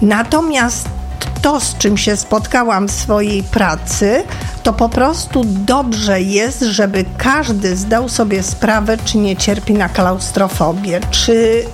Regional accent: Przemyśl, Subcarpathian Voivodeship, Poland; Ja jestem z Przemyśla

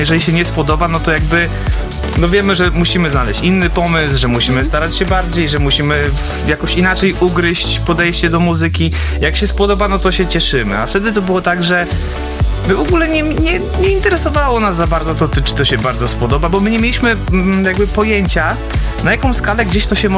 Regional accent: Jastrzębia, Masovian Voivodeship, Poland; my nie mieszkaliśmy w Radomiu, tylko jesteśmy z Jastrzębi, z gminy Jastrzębia

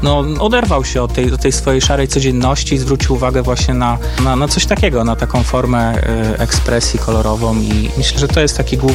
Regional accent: Konin, Greater Poland Voivodeship, Poland; No, jestem z Konina.

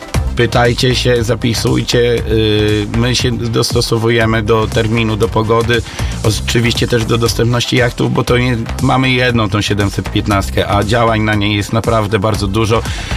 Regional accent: Nowa Wieś, Warmian-Masurian Voivodeship, Poland; ja mieszkam na wsi, także jestem z Nowej Wsi

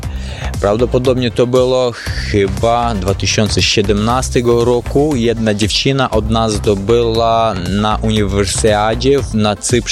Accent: Ukraine; Polish is a second language; now in Kraków, Poland; Jesteśmy z Ukrainy.

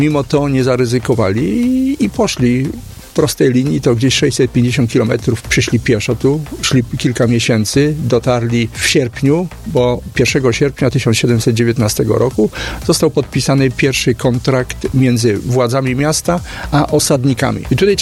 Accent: Poznań, Greater Poland Voivodeship, Poland

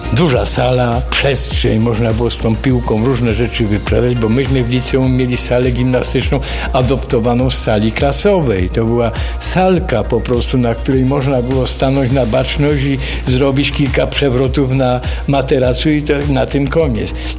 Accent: Skawina, Lesser Poland, Poland; jestem mieszkańcem rodobitym z Kabiny

